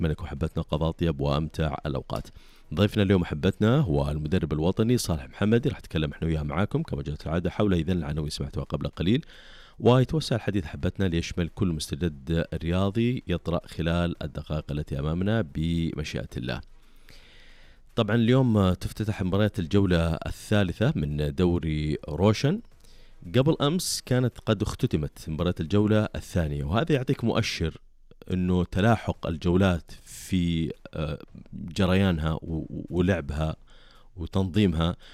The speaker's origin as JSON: {"language": "Arabic", "country": "Saudi Arabia", "said": "وكلاهما ستقامان عندنا في المملكة العربية السعودية في منطقة جدة."}